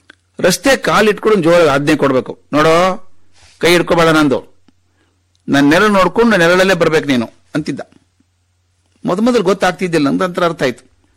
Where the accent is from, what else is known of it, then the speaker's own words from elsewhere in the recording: Bagalkot, Karnataka, India; ಶಿಕ್ಷಣದ ತೊಂದರೆ ಆಗಬಾರದು ಅಂತ ನಾನು ನನ್ನ ಅಕ್ಕ ನಮ್ಮ ಅಜ್ಜಾಜಿ ಜೊತೆಗೆ ಬಾಗಲಕೋಟೆಯಲ್ಲಿ ಇದ್ವಿ. ಬಹಳಷ್ಟು ದಿವಸ ನನ್ನ ಅಜ್ಜನ ತೋಳಲ್ಲೇ ಬೆಳೆದದ್ದು ನಾನು.